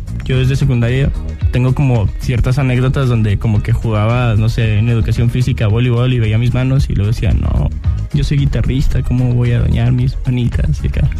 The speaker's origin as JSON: {"language": "Spanish", "town": "Guerrero", "region": "Chihuahua", "country": "Mexico", "tie": "born or raised there", "also_born_or_lived": "Delicias", "said": "Aunque nací en Ciudad Delicias, yo me crié la mayor parte de mi vida en Guerrero, Chihuahua."}